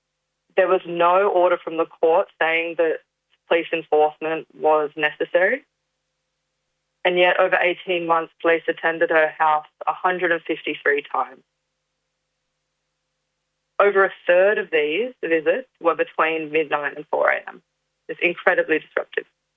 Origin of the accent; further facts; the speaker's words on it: New South Wales, Australia; I'm a Darug woman, where we're just, the Darug Nation's just west of Gadigal and Wangal country